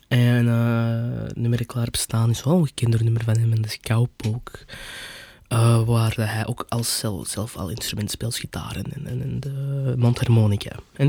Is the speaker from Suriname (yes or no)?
no; Belgium; ik heb ooit gelezen dat Belgen gevoeliger zijn, want ik ben ook een Belg